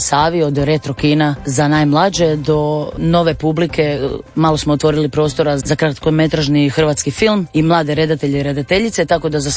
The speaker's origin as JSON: {"language": "Croatian", "region": "Slavonia", "country": "Croatia", "moved": "yes", "lives_now": "Zagreb, Croatia"}